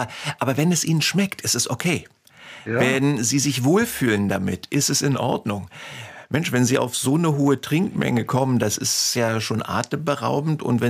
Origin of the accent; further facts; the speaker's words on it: Berlin, Germany; Ich komme ja nun aus Berlin